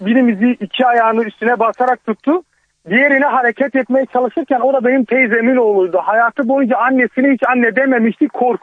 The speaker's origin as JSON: {"language": "Turkish", "region": "Kars", "country": "Turkey", "said": "Bilmiyorum, ben aynı memleketteniz. Ben de Karslıyım."}